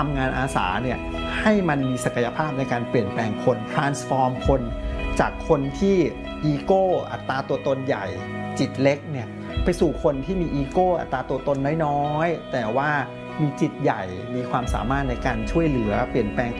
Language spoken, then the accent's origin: Thai; Bangkok, Thailand; เป็นเด็กกรุงเทพครับเกิดและโตที่กรุงเทพ